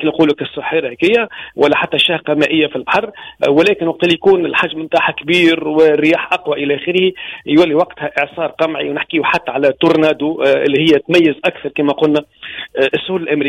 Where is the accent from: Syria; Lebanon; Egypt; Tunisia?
Tunisia